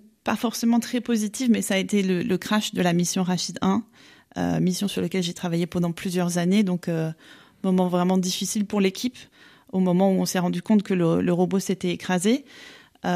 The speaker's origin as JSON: {"language": "French", "town": "Nancy", "region": "Grand Est", "country": "France", "tie": "born or raised there", "said": "c'est quand même ma région. Donc voilà, j'ai fait mes études à Nancy, j'ai grandi à Nancy"}